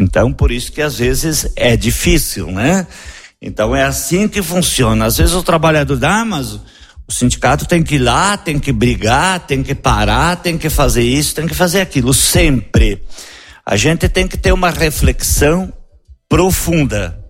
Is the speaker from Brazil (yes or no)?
yes; Rio Grande do Sul, Brazil; E nós temos que nos orgulhar de ser gaúcho, pois quando nós vamos para alguns outros estados e nós falamos que nós somos gaúcho